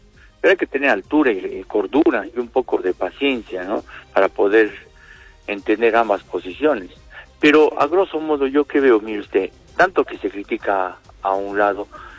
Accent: Peru; ¿por qué tenemos que enfrentarnos con peruanos, como peruanos, perdón?

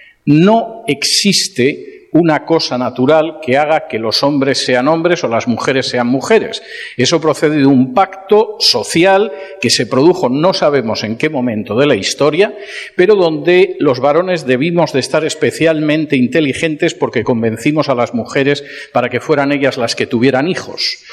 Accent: Spain

